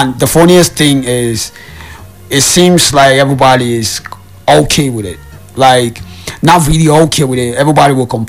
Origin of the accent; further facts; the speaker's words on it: Nigeria; being a Nigerian